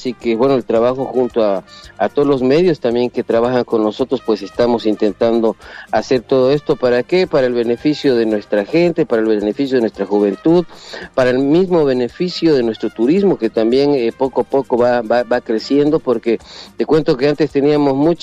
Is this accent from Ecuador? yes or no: no; Bolivia; como bolivianos que somos